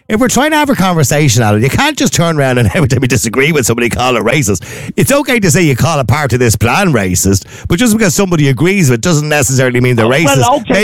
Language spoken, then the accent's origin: English; Ireland